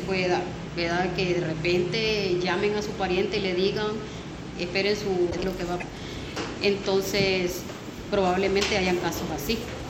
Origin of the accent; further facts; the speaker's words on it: Cortés, Honduras; moved away; no soy de aquí, yo soy de la costa, yo soy del departamento de Cortés